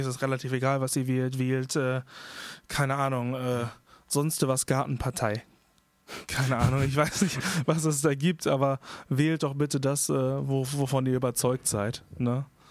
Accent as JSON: {"language": "German", "region": "Berlin", "country": "Germany", "tie": "born or raised there", "said": "also ich bin nicht gebürtiger Berliner, aber ich bin seit sehr klein aufgewachsen in Berlin."}